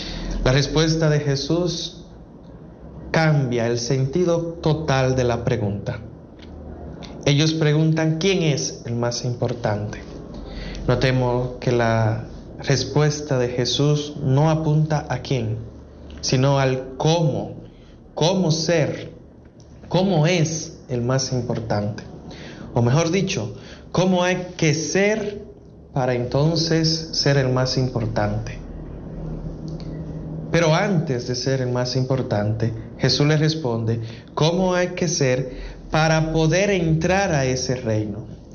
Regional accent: Dominican Republic

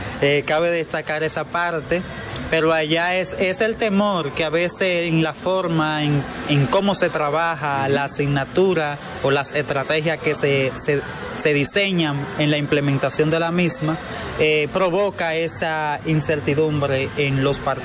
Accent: Yaguate, San Cristóbal, Dominican Republic; venimos de la comunidad de Semana Santa del municipio de Yaguate, provincia San Cristóbal.

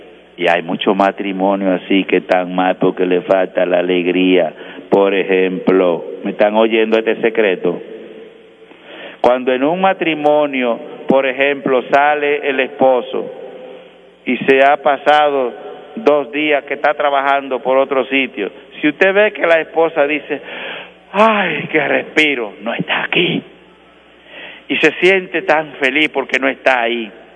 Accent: Dominican Republic; los dominicanos tenemos dominicanismos

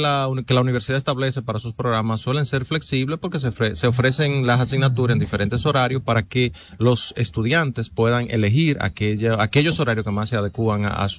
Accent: Jarabacoa, La Vega, Dominican Republic; Yo nací en un campo, en Boma, Jarabacoa

